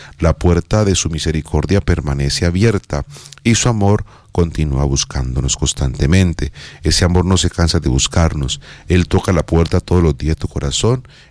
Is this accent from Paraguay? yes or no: no; Colombia; Y creo que todos los colombianos, hablo de Colombia, todos los colombianos experimentamos algo hace reciente, que fue el sismo, el terremoto